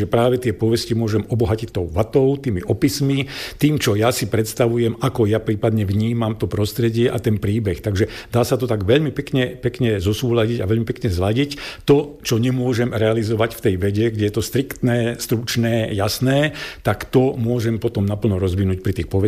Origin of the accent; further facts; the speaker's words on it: Brezno, Banská Bystrica Region, Slovakia; now in Sliač, Slovakia; som Hugáň, čiže narodil som sa v Brezne a v podstate celý ten svoj život som sa veľmi nepohol medzi Breznom a Zvolenom, pretože v Brezne som sa narodil, vo Zvolení som študoval